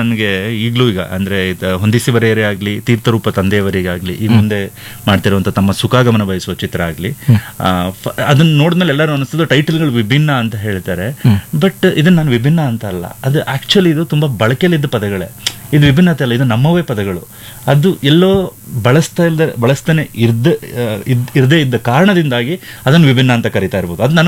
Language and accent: Kannada; Ramenahalli, Karnataka, India; ಮೂಲತಃ ನಾನು ಹೊಳೆ ನರಸೀಪುರ ಜಿಲ್ಲೆಯ ಹಾಸನ ಜಿಲ್ಲೆಯ ಹೊಳೆ ನರಸೀಪುರ ತಾಲೂಕಿನ ರಾಮೇನಹಳ್ಳಿ ಅನ್ನೋದೊಂದು ಗ್ರಾಮ, ಅದು ಹೊಳೆ ನರಸೀಪುರ ತಾಲೂಕಿನಲ್ಲಿ ಬರುತ್ತೆ. ಅದು ಕೆರಗೋಡು ಅನ್ನೋ ಒಂದು ಹಳ್ಳಿಯ ಪಕ್ಕದಲ್ಲಿ ಬರುವಂತ ಊರು.